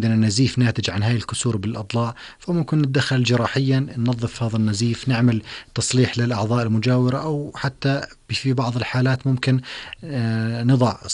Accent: Jordan; وخصوصا عندنا بالأردن

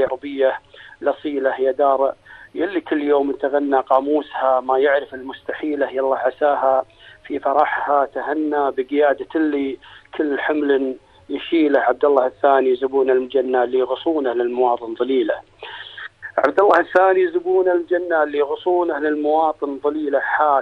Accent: Kuwait; وأنا كويتي وافتخر

